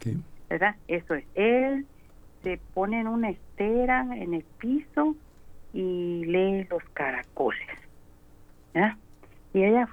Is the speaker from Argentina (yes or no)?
no; Mexico; moved away as an adult; now in United States; me bautizaron, bendito sea Dios, como todo mexicano que lo bautizan, lo confirman y hice mi primera comunión.